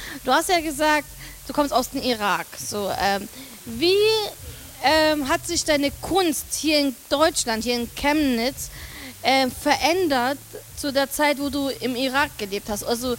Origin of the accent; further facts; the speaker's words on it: Lebanon; now in Germany; ich bin ja aus dem Libanon.